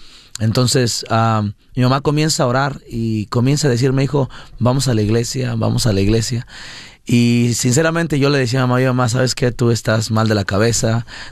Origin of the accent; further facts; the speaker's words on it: San Luis Potosí, Mexico; moved away; also born or lived in Mexico City; Yo soy originalmente del DF, Distrito Federal, pero nosotros nos criamos más en San Luis Potosí, lo que hacemos normalmente es decir que somos de San Luis Potosí, que ahí fue donde nosotros crecimos.